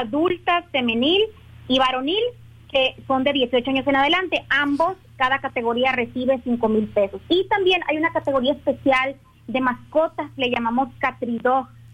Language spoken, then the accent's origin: Spanish; Mexico; nuestra identidad como mexicanos